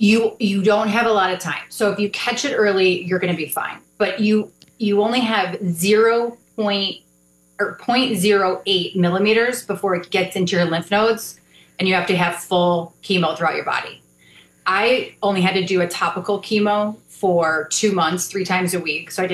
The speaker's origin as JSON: {"language": "English", "town": "Crystal Lake", "region": "Illinois", "country": "United States", "tie": "born or raised there", "said": "Actually, I grew up in Crystal Lake, so I grew up in a lake town"}